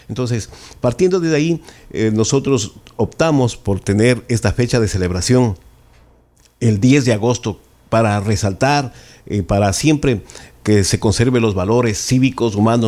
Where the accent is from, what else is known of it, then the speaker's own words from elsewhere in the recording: Quito, Pichincha, Ecuador; now in Manta, Ecuador; yo soy orgullosamente de Quito, pero felizmente casado con familia manabita, ajá, familia mantense.